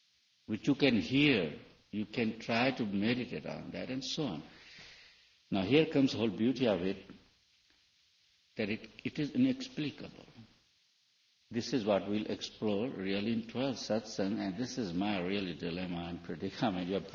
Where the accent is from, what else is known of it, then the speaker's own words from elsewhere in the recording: India; it's not that I'm doing purely as Indian and Hindu, which certainly would be a background